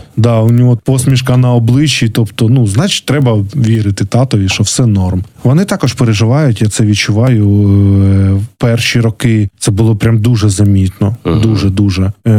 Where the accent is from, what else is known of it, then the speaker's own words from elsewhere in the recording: Kryvyi Rih, Dnipropetrovsk Oblast, Ukraine; moved away; в моєму рідному Кривому Розі, ну, все не так, ага, не так яскраво. Це більш таке промислове місто.